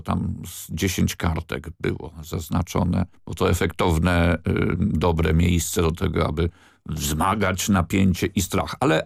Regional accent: Warsaw, Masovian Voivodeship, Poland; jako warszawiak

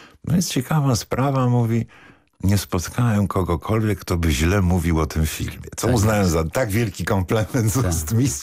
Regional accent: Łódź, Łódź Voivodeship, Poland; dzięki temu, że się urodziłem, wychowałem w Łodzi, miałem dużo kumpli, przyjaciół w środowisku filmowym

